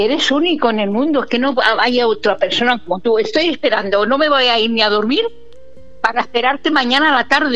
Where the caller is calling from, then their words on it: Granada, Andalusia, Spain; de Granada.